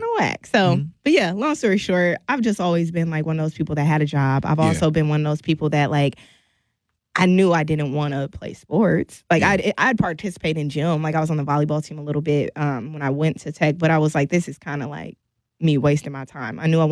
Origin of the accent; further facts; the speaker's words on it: Milwaukee, Wisconsin, United States; I'm from Milwaukee. We here.